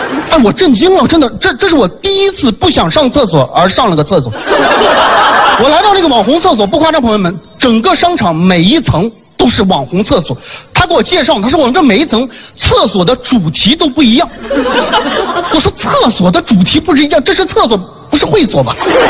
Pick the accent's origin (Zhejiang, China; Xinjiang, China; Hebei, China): Xinjiang, China; moved away; 他们会模仿他们脑海当中我们新疆人说话的口音